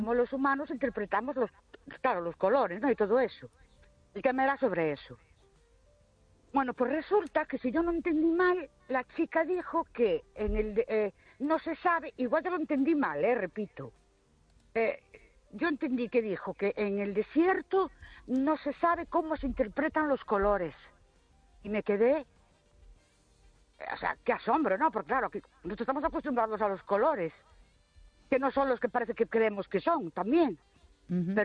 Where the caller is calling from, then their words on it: Ourense, Galicia, Spain; de Ourense.